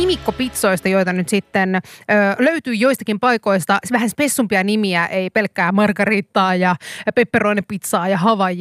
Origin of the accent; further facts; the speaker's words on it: Kuopio, North Savo, Finland; Mä oon Kuopiosta.